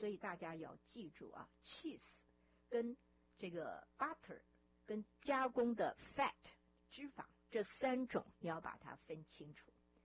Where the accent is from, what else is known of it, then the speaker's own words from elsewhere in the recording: China; 可是呢我们中国人喜欢吃的油呢，是从这个猪油里面拿出来的，我们经常是拿猪油来炒菜